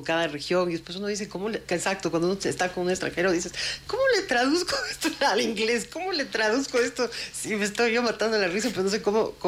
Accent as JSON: {"language": "Spanish", "town": "Quito", "region": "Pichincha", "country": "Ecuador", "said": "tú y yo, que somos quiteños, tenemos toda esta sal quiteña"}